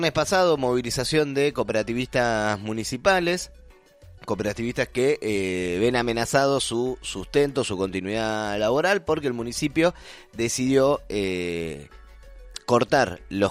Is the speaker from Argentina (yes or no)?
yes; Buenos Aires Province, Argentina; now in La Plata, Argentina; el conurbano, de donde yo vengo.